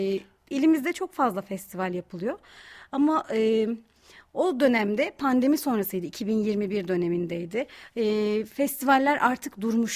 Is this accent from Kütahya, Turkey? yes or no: yes; Kütahya, Turkey; Aynı zamanda Kütahyalıyım.